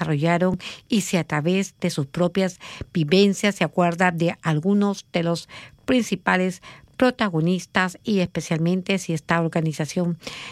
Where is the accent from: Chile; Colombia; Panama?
Chile; now in Melbourne, Australia; el poder en forma sangrienta en mi país, que arribé el Melbourne en junio del año 74. Logré salir de Chile y desde Perú conseguí que Australia me considerase junto a mi familia como refugiado político por razones humanitarias.